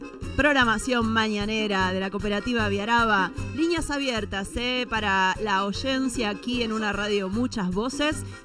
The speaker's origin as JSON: {"language": "Spanish", "region": "Córdoba", "country": "Argentina", "tie": "born there", "said": "No, nací en Córdoba, no me lo sé, no estudié en ninguna escuela cordobesa, no me lo enseñó ninguna maestra. Me enseñaron otras cosas, más rioplatenses"}